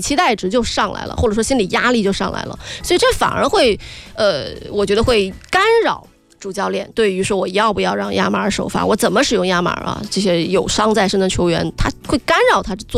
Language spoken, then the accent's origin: Chinese; China